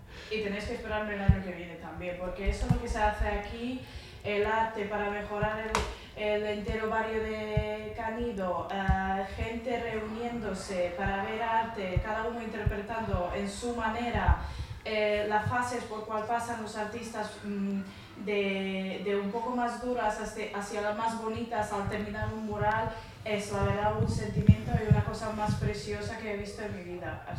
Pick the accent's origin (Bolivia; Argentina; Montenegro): Montenegro; Spanish is a second language; Vengo de Montenegro, si no alguien se lo ha olvidado.